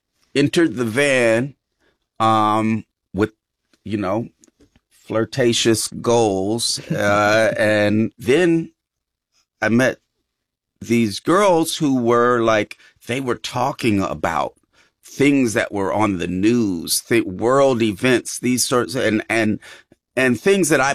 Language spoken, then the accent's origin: English; California, United States; obviously I come from the Bay Area, so I'm going to shoot shots on that behalf.